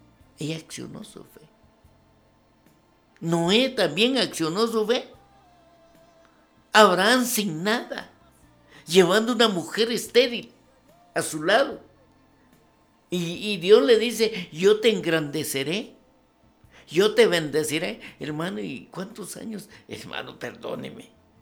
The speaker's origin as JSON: {"language": "Spanish", "region": "San Marcos", "country": "Guatemala", "tie": "born there", "moved": "yes", "said": "cuando viajo a San Marcos y la llevo a ese cantón Tonalá, así se llama el cantón donde yo nací."}